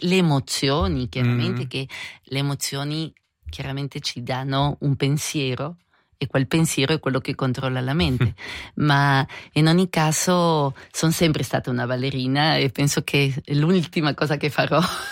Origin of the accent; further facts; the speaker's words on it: Argentina; Italian is a second language; Perché dall'Argentina avevo un'idea della Svizzera come un posto sterile.